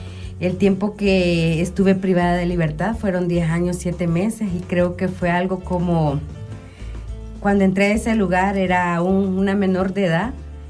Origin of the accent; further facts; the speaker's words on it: Santa Ana, El Salvador; yo soy de Santa Ana